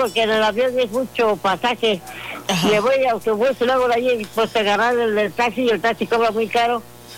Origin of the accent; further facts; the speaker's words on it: Oaxaca, Mexico; born there; moved away; Ya el miércoles ya me voy para mi tierra. Ah, sí, ¿a dónde vas, corazón? A Oaxaca.